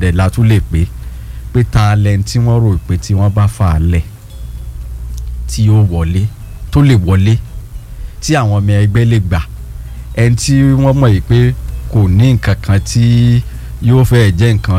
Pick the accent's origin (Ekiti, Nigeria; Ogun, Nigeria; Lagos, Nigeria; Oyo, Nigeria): Oyo, Nigeria; Ibadan; kini mo je omo Ibadan mo mi de ki wa nje mi o kin so omo Ibadan lasan lasan